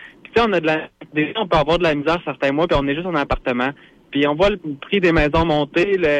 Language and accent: French; Lévis, Quebec, Canada; now in Sainte-Marie, Canada; moi, j'habite à Sainte-Marie, mais je veux retourner à Lévis parce que je suis originaire de là.